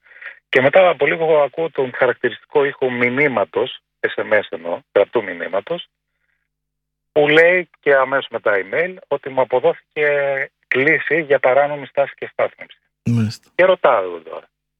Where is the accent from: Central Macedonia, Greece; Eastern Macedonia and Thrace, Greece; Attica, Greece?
Central Macedonia, Greece; Thessaloniki; Εγώ είμαι από τη Θεσσαλονίκη